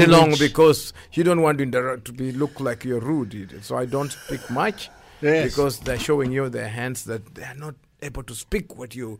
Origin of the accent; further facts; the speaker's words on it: Nairobi, Kenya; I came here from Nairobi, Kenya.